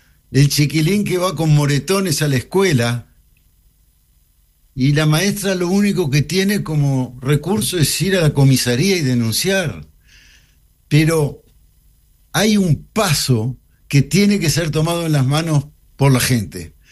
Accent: Uruguay

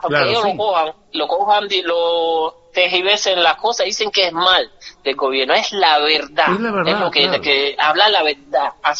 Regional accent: Cuba

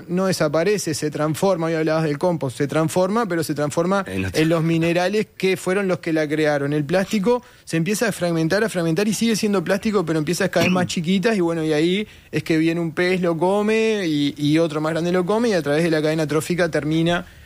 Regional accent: Rocha, Uruguay; now in Maldonado, Uruguay; yo soy surfista de ahora de Maldonado, pero me crié en Rocha

